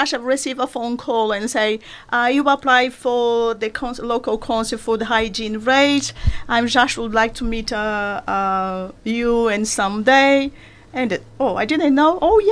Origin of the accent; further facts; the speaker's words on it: Brazil; English is a second language; moved away as an adult; now in England, United Kingdom; I'm from Brazil, yep. Of course. And yes, I've been in England for almost 20 years.